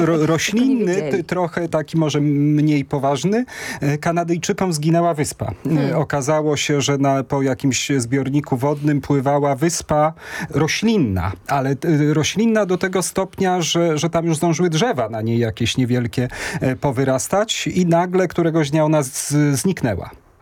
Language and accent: Polish; Masovian Voivodeship, Poland; to jest bliżej moich rodzinnych stron, bo to są okolice Przasnysza, czyli północne Mazowsze.